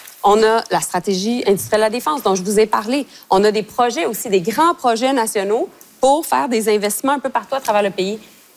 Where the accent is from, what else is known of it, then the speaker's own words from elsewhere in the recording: Montreal, Quebec, Canada; Bien, moi, je suis montréalaise, là.